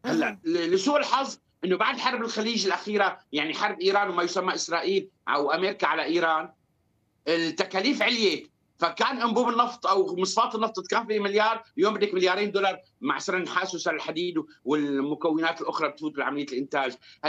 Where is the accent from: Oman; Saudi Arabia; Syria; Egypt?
Syria; انا كمفاوض سوري